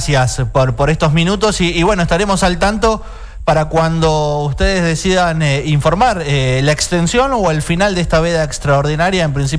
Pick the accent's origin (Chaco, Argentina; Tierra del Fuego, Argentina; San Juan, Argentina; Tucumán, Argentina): Chaco, Argentina; Barranqueras; Yo, exactamente, crecí en Barranqueras.